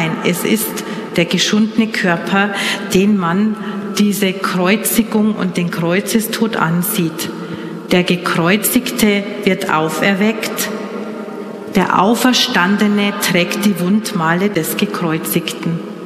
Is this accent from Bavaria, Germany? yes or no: yes; Bavaria, Germany; für mich als Deutsche, als Bayerin